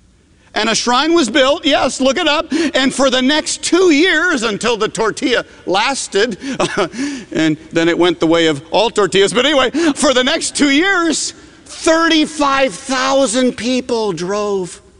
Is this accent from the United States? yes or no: yes; Northeast, United States; I came from the Northeast, and in the Northeast, many worshiped in hushed, hallowed settings, and the preacher wears a robe.